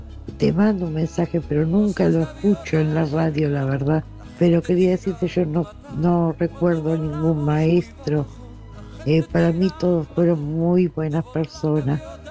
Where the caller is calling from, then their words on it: Ezeiza, Buenos Aires Province, Argentina; de Ezeiza.